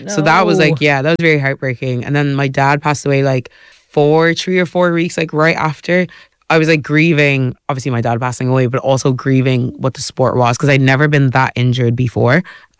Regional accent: Ireland; moved away as an adult; I'm the Irish girl.

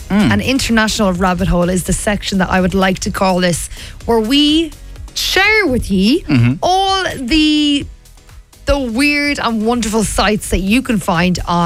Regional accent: Limerick, Munster, Ireland; because I'm obviously from Limerick, Munster rugby, huge obsession.

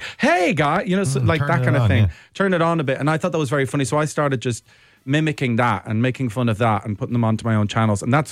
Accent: England, United Kingdom; born there; now I'm about to venture off over to the land of the UK, which is where I was born. I was born in England. So I'm kind of, homecoming.

